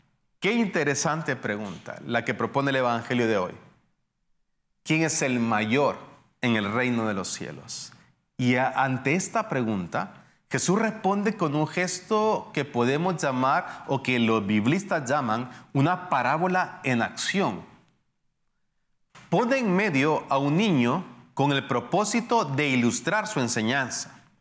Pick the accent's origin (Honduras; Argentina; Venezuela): Honduras; Tegucigalpa, Francisco Morazán; En mi país, aquí en Honduras